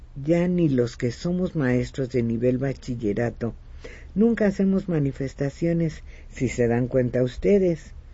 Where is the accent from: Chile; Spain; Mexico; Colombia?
Mexico; Xolox, State of Mexico; Siendo mexicana, egresada de escuelas públicas en mi pueblito de Xolox, en el Estado de México